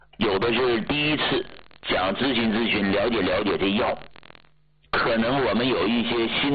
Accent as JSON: {"language": "Chinese", "town": "Hegang", "region": "Heilongjiang", "country": "China", "tie": "born or raised there", "said": "我是从黑龙江鹤岗走出来的一位老中医，是一个从事医疗近50年的平民医者，一个实打实的农民的儿子。我们家当年呢就住在鹤岗市工农区，不到10岁我就患上了骨头坏死"}